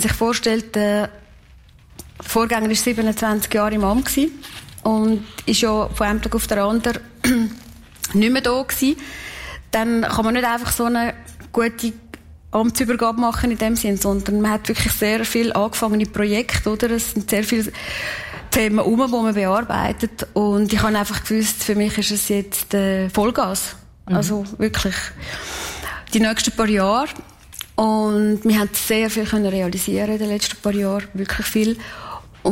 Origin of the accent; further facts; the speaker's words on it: Kaltbrunn, St. Gallen, Switzerland; born or raised there